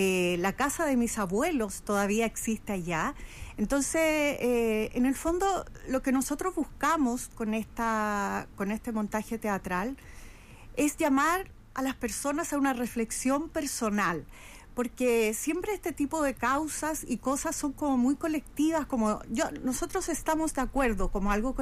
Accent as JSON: {"language": "Spanish", "country": "Chile", "said": "yo soy chilena."}